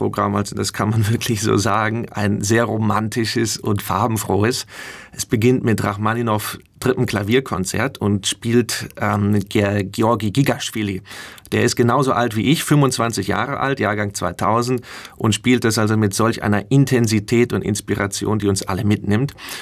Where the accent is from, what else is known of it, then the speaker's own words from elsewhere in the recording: Hannover, Lower Saxony, Germany; das war in der Staatsoper in Hannover, meiner Heimatstadt, wo ich die Zauberflöte gesehen habe.